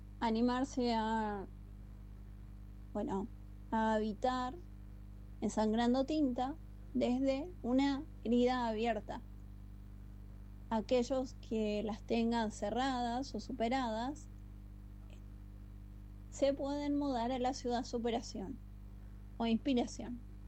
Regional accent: Corrientes, Argentina; born there; now in Río Grande, Argentina; hasta Corrientes, donde nací. Porque como muchos fueguinos, yo también soy de otro lado. Soy fueguina por adopción.

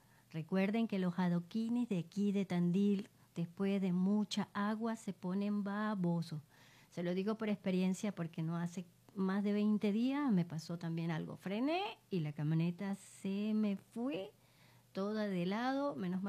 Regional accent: Venezuela; como decimos nosotros en Venezuela

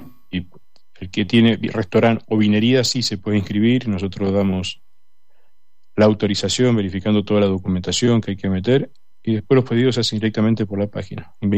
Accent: Argentina; born there; en Argentina hace muchos años que existo acá, nací en Argentina.

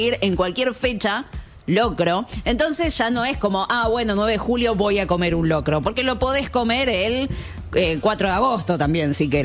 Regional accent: Argentina; sigo siendo argentina

